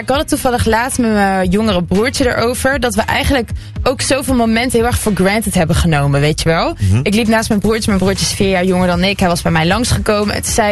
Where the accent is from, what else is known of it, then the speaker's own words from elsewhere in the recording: North Brabant, Netherlands; moved away as an adult; We woonden dichtbij een bos, want ik kom uit Brabant.